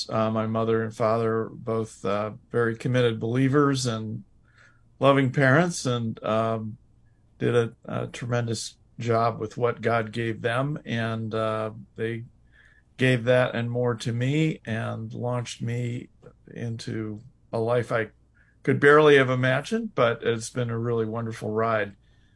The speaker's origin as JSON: {"language": "English", "town": "Moline", "region": "Illinois", "country": "United States", "tie": "born or raised there", "moved": "yes", "said": "I actually grew up in the heartland in Moline, Illinois, on the Mississippi River, western edge of Chicago. You could see Iowa from my house."}